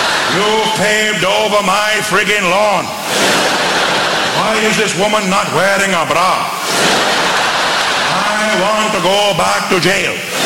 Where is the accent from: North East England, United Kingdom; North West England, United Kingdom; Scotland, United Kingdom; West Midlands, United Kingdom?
West Midlands, United Kingdom; Dudley; I grew up in Dudley, in the West Midlands.